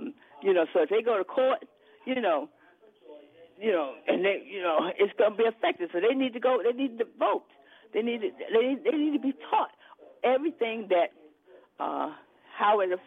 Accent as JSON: {"language": "English", "region": "Georgia", "country": "United States", "said": "I'm 77 years old, and I'm in the fight to the end. I'm from Georgia, and so I know what it's like to have to go downstairs."}